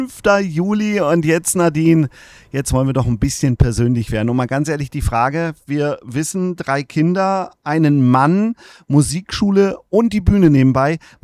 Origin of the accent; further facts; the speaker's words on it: Wilhelmshaven, Lower Saxony, Germany; born there; Ich bin Niedersachse in Wilhelmshaven geboren